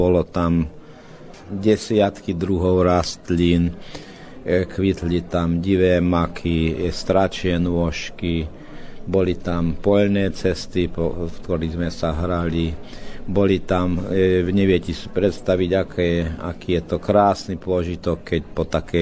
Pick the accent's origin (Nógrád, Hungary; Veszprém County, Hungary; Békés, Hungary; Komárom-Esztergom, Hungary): Békés, Hungary; Tótkomlós; moved away; also born or lived in Bratislava; keď som povedal, že ja som Slovák z Maďarska